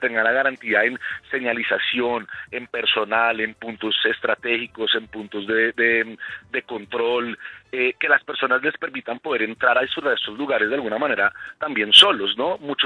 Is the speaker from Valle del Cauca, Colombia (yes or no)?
no; Bogotá, Colombia; para que en verdad podamos en verdad identificarnos como bogotanos, colombianos